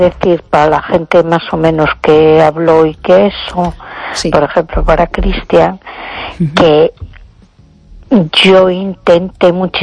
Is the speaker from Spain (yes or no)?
yes; A Coruña, Galicia, Spain